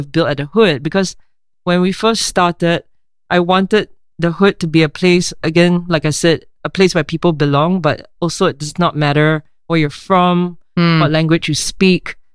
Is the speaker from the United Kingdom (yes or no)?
no; Singapore; now in Paris, France; I mean, most Singaporeans don't end up in Paris, I would say.